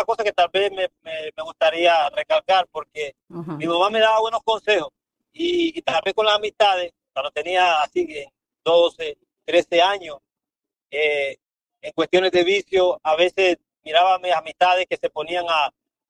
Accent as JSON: {"language": "Spanish", "country": "Honduras", "tie": "born there", "moved": "yes", "said": "nací en Honduras, ¿no? En Centroamérica."}